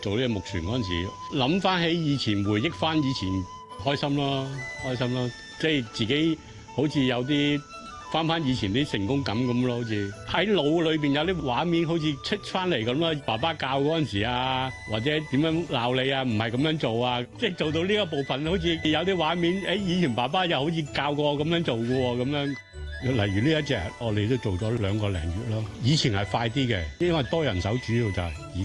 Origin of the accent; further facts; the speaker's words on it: Tai O, Hong Kong; 大澳人嚟嘅，土生土長喺呢度出世嘅。